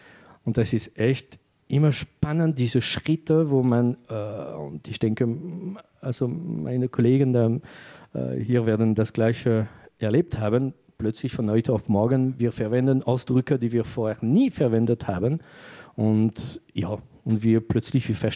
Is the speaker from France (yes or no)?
yes; France; German is a second language; now in Graz, Austria; ich bin Franzose aus Frankreich.